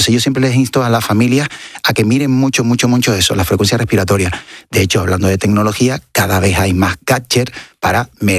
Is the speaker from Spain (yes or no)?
yes; Canary Islands, Spain; now in Madrid, Spain; yo lo estoy sufriendo ahora mismo aquí en Madrid, vengo de Canarias, que estamos a 26 graditos